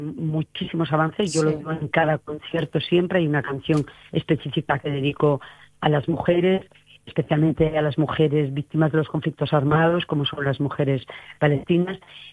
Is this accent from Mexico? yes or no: no; Asturias, Spain; moved away as an adult; yo me fui de Asturias como todas mis hermanas y mi madre, sin desearlo, sin quererlo, huyendo de la violencia